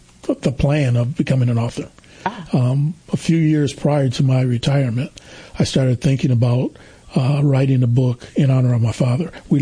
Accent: Lansing, Michigan, United States; Okay, I'm a son of Lansing. Mm-hmm. I grew up here in Lansing. My parents moved up from the South in 1950 to raise their family.

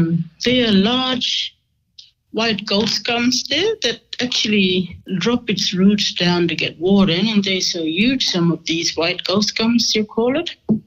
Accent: Alekarenge, Northern Territory, Australia; I'm Kadich Walpuri woman. My mum, she's Kadich. I'm from Alikurung.

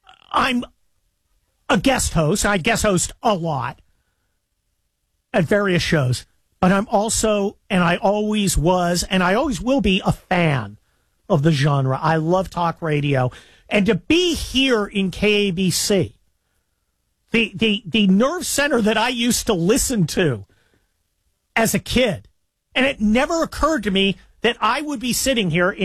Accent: California, United States; I grew up in San Mateo County, right near where Greg Gutfeld grew up, though we didn't hang out or cruise El Camino Real together.

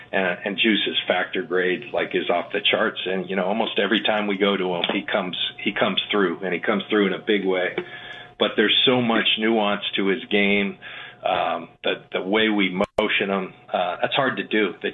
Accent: San Diego, California, United States; the Chargers, when my hometown asked me, and they weren't a good team at the time.

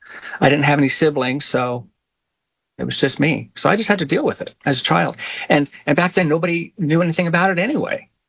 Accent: Midwest, United States; I was just a typical boy growing up in the Midwest in the 1960s.

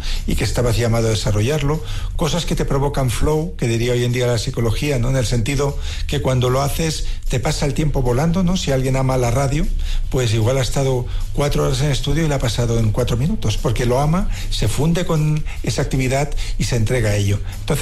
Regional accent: Barcelona, Catalonia, Spain

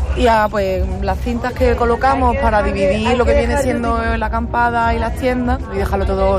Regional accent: Málaga, Andalusia, Spain; soy de Málaga de toda la vida, de Dios

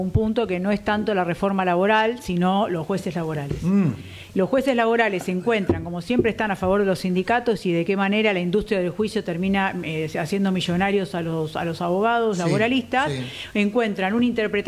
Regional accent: Argentina; yo parezco, que soy argentina, pero vengo de descendencia del Piamonte, mi familia viene de Rondizone, que ya estamos cerca de allá de los Alpes, más para el norte.

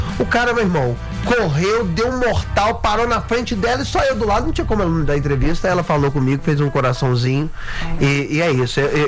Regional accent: Minas Gerais, Brazil; now in China; Eu posso dizer a vocês, eu gosto muito de queijo goiabado, né? Venho de Minas Gerais, então eu como.

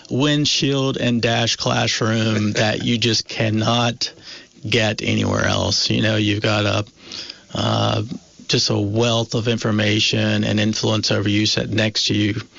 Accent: North Carolina, United States; now in Vermont, United States; I grew up in North Carolina.

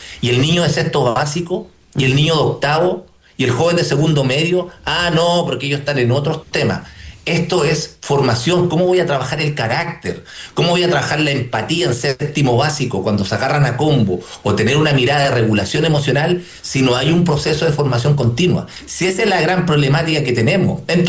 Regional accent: Chile

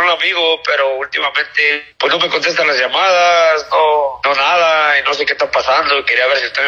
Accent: Michoacán, Mexico; moved away; Yo soy de Michoacán

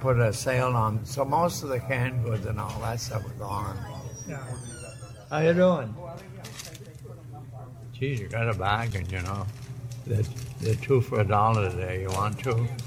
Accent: West Groton, Massachusetts, United States; I was born in West Groton. I'm a native. And I'm one of 11 children.

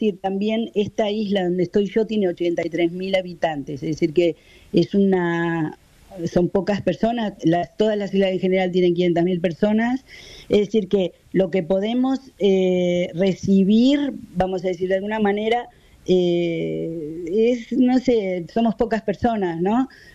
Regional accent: Ensenada, Buenos Aires Province, Argentina; Miren, ahí en Ensenada, de donde yo soy, está la Asociación Caboverdiana de Socorros Mutuos

